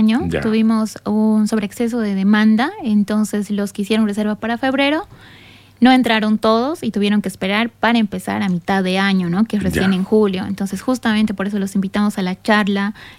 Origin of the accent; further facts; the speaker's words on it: Cochabamba, Bolivia; Yo soy cochabambina.